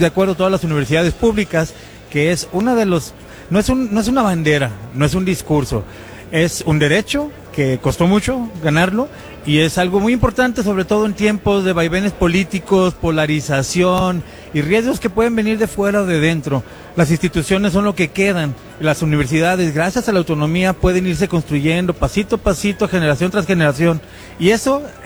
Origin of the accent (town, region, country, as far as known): Guadalajara, Jalisco, Mexico